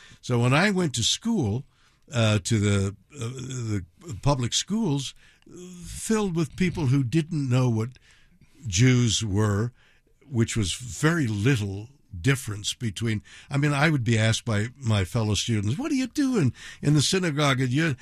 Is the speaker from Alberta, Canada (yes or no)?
no; Montreal, Quebec, Canada; born there; Well, I was born in Montreal, French Canada, and there it's a very Catholic, it was in those years, very very enclosed.